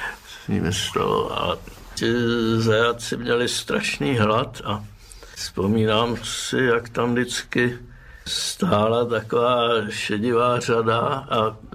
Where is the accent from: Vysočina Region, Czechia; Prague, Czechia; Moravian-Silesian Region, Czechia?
Prague, Czechia; born there; now in Vyskytná, Czechia; narodil jsem se 19. srpna 1943 v Praze.